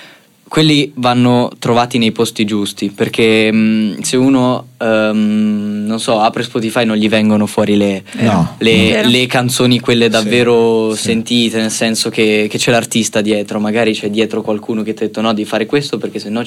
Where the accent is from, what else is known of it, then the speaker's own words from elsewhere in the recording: Abruzzo, Italy; io sono abruzzese, non so come che mi è uscito in pugliese.